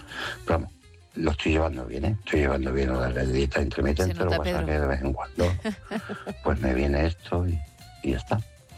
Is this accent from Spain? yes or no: yes; Badajoz, Extremadura, Spain; Hola, buenas noches. … de Badajoz.